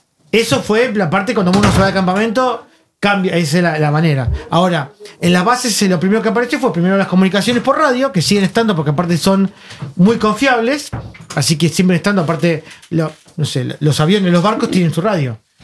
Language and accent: Spanish; Buenos Aires, Argentina; La UTN, en la Facultad Regional de Buenos Aires. Porque soy de Buenos Aires.